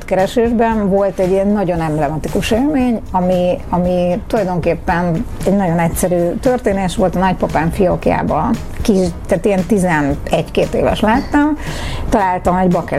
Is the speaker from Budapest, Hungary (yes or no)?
yes; Budapest, Hungary; born there; Budapesten születtem